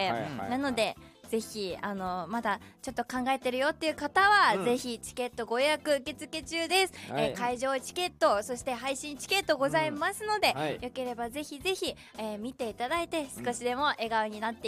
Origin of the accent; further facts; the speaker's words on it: Muroran, Hokkaido, Japan; born there; 室蘭です。